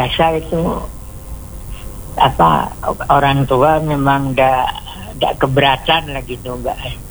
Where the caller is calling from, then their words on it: Bondowoso, East Java, Indonesia; Ya akhirnya ya kerja di Bondowoso aja gak gitu. Sampai sekarang masih tetap pekerjaan di Bondowoso gitu.